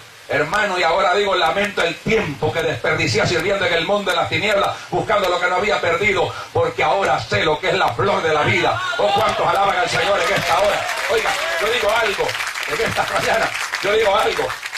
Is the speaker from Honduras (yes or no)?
yes; Namasigüe, Choluteca, Honduras; born there; Yo soy hijo de padre salvadoreño. Nacido en Namasigo, en Choluteca, Honduras. Soy catracho de nacimiento.